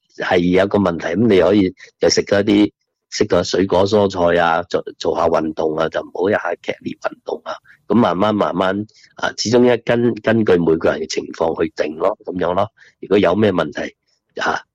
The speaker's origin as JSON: {"language": "Cantonese", "region": "Guangdong", "country": "China", "said": "咁当然啦，我哋广东人啊，饮嗰啲姜醋啊啲咁啊"}